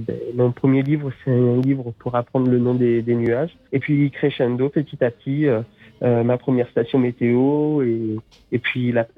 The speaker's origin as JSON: {"language": "French", "town": "Toulouse", "region": "Occitanie", "country": "France", "tie": "born there", "said": "Écoute, non, je suis né à Toulouse."}